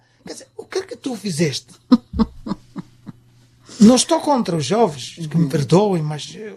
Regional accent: Mozambique

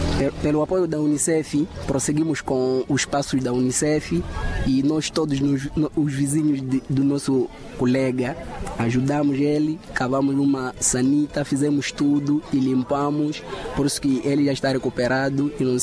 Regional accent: Alua, Nampula, Mozambique; sou natural da Lua, distrito de Herati.

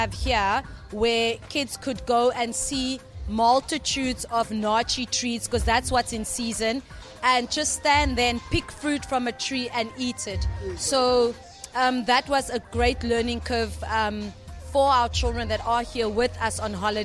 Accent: South Africa; I'm proudly South African.

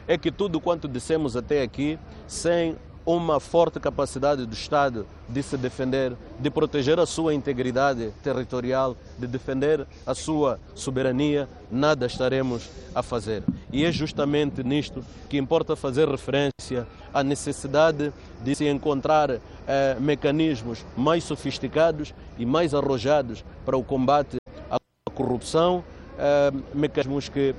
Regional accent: Mozambique; contrariam os nossos valores enquanto moçambicanos

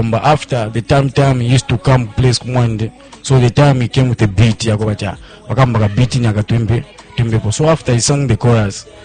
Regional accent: Chinsali, Muchinga Province, Zambia; I'm from Chinside.

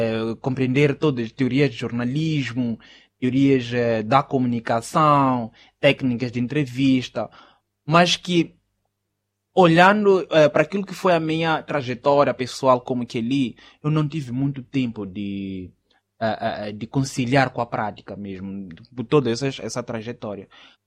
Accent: Mozambique

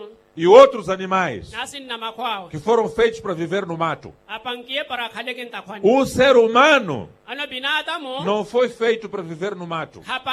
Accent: Mozambique; dói para todos nós como moçambicanos. Porque somos um único país, um único povo, unido do Ruvuma Maputo.

